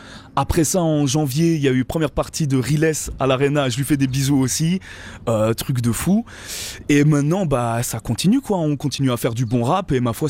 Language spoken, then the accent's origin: French; Geneva, Switzerland; je viens de Genève, que je suis suisse.